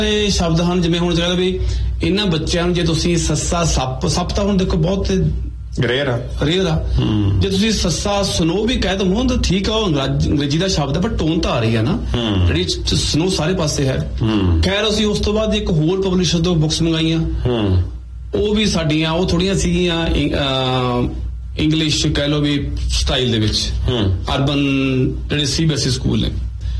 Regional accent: Punjab, India; ਜਿਵੇਂ ਮੈਂ ਤੇ ਤੁਸੀਂ ਅਸੀਂ ਪੰਜਾਬ ਦੇ ਪਿੰਡਾਂ ਵਾਲੇ ਸਕੂਲਾਂ ਚ ਪੜ੍ਹੇ, ਫੱਟੀ ਵਾਲਿਆਂ ਦੇ ਵਿੱਚ, ਸ਼ੁਰੂਆਤ ਸਾਡੀ ਊੜੇ ਆੜੇ ਤੋਂ ਹੁੰਦੀ

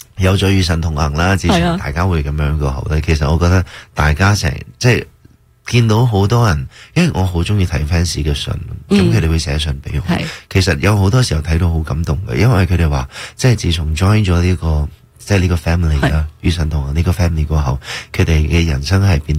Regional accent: Malaysia; 连我自己身为一个马来西亚人，

